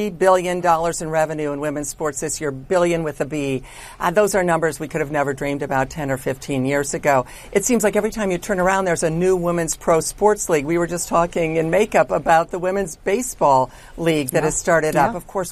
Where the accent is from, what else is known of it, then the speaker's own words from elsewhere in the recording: Toledo, Ohio, United States; well, for me as a girl growing up in Toledo, Ohio, watching